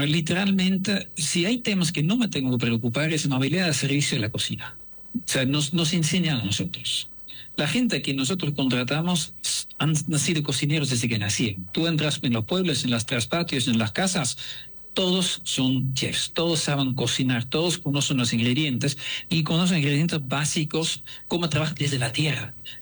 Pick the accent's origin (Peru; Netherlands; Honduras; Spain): Netherlands; first language Dutch; Spanish is a second language; moved away as an adult; also born or lived in Switzerland / Buenos Aires, Argentina / Brazil; now in Mexico; yo lo comparo un poco con mi idioma holandés.